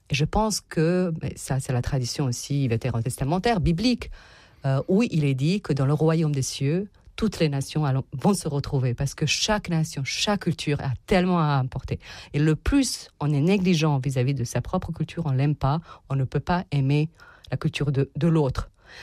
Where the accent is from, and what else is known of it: Serbia; now in France